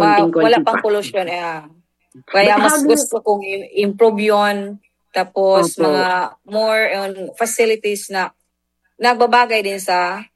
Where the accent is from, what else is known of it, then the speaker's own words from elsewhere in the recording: San Isidro, Caraga, Philippines; Ang Siargao kilala as surfing capital of the Philippines. Okay. Then isa sa bayan namin, isa sa barangay namin yung Pacifico.